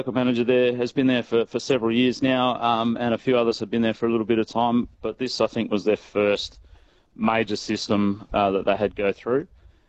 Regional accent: Western Australia, Australia; I grew up in the Pilbara, so know what the SES have done for years. I've moved away, came back

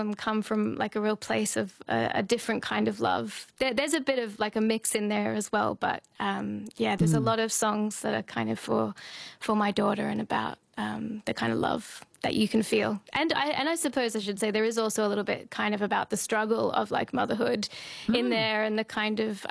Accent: Brisbane, Queensland, Australia; I'm from Brisbane, but I've only just moved back this year.

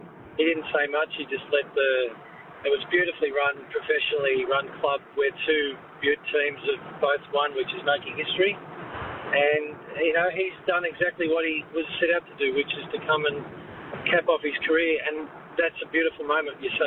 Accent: Bondi, New South Wales, Australia; born there; The full circle moment was I was born in Bondi and had a great

